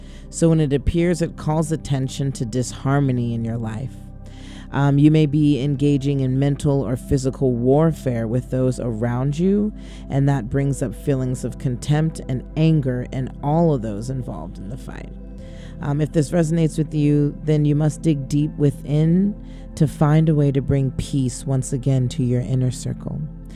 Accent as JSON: {"language": "English", "region": "North Carolina", "country": "United States", "accent": "North Carolina", "said": "I don't know why I pull out my North Carolina accent when I'm being silly or I hide it."}